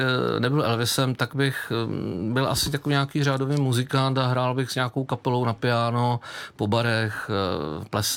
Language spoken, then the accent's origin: Czech; Moravia, Czechia; No a pak máme, že jo, protože máme dům a jsme z Moravy, takže máme slepičky na vajíčka a tak